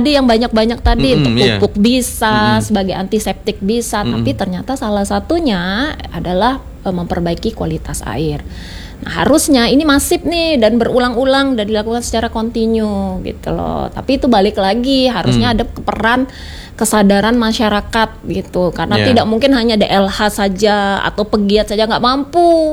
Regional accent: Pontianak, West Kalimantan, Indonesia; Dulu parit-parit Ali Anyang itu, saya kecilnya di Ali Anyang.

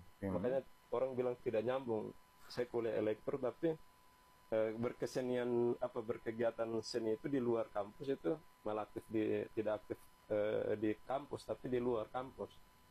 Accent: Jayapura, Papua, Indonesia; born there; Jadi 2008 kami bertiga itu rata-rata anak besar yang lahir besar di Jayapura, ada yang di Wamena juga.

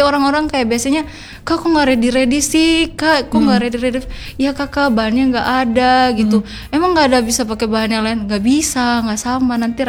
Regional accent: Java, Indonesia; now in Palu, Indonesia; saya besar lagi di Jawa

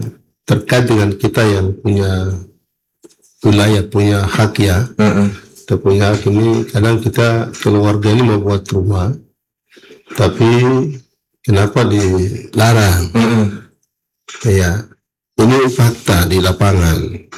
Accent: Papua, Indonesia; kita sebagai anak Papua sendiri

